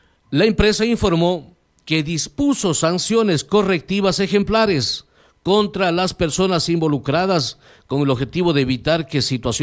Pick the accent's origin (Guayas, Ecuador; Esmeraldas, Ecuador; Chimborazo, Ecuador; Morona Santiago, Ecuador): Morona Santiago, Ecuador; Macas; los que somos de Macas